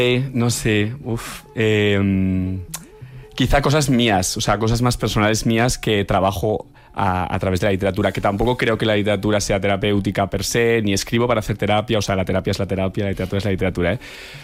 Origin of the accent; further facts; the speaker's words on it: Navarre, Spain; yo también vengo de un pueblo de Navarra